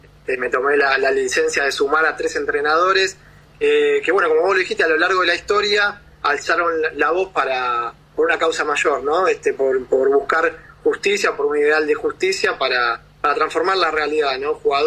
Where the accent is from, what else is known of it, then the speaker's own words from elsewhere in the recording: Argentina; A ver, a mí el fútbol es algo como todo argentino, ¿no? Apasionado.